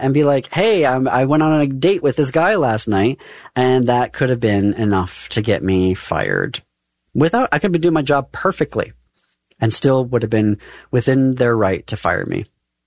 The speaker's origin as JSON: {"language": "English", "region": "Michigan", "country": "United States", "tie": "born or raised there", "also_born_or_lived": "Minnesota", "moved": "as an adult", "said": "when I was growing up in Michigan, we didn't even have Lawrence v. Texas. And I didn't leave Michigan I went back and forth, but I didn't permanently leave Michigan until 2011 and came to Minnesota"}